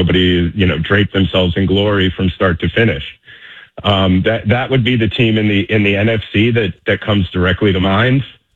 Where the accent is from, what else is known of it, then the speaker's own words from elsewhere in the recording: New York, United States; I'm a New Yorker